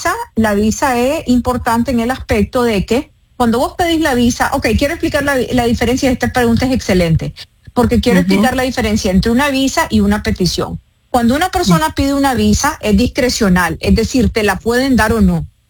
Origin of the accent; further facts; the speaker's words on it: Nicaragua; now in Miami, United States; soy abogada americana, igual que nicaragüense, pero cuando yo fui abogada, después de ciertos años de ser abogada en Nicaragua, yo me pude hacer notario, y en mi país, en Nicaragua, solo los notarios te pueden, por ejemplo, casar.